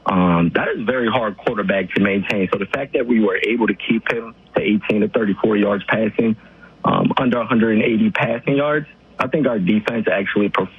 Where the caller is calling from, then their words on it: Philadelphia, Pennsylvania, United States; I go by …